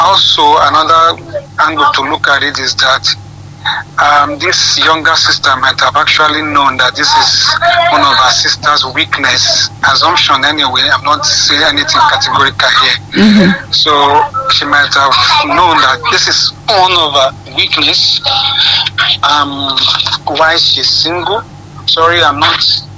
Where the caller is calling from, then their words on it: Kitchener, Ontario, Canada; calling from Kitchener.